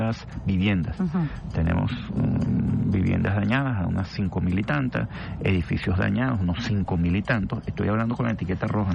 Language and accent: Spanish; Venezuela; yo resumo dos cosas principales que tenemos que asumir como venezolanos.